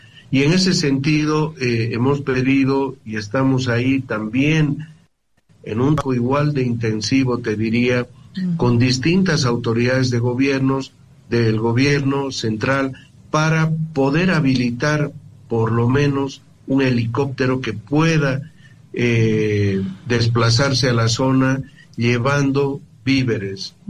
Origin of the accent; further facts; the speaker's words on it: Bolivia; now in La Paz, Bolivia; estamos atravesando como bolivianos un periodo difícil